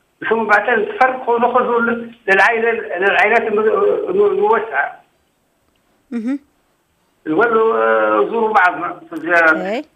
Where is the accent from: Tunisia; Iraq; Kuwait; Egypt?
Tunisia; Gabès, Gabès Governorate; والله قابس معروفه هي خليلنا وعلاتنا وديرتنا تتشابه تونس وكل بعضها